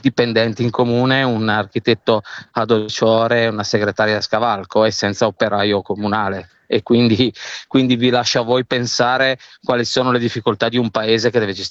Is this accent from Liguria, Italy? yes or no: yes; Sanremo, Liguria, Italy; born there; io sono originario abruzzese, però sono nato a Sanremo